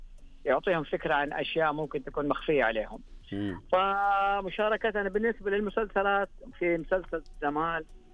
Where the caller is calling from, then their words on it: Medina, Medina Province, Saudi Arabia; أنا أكلمكم من المدينة المنورة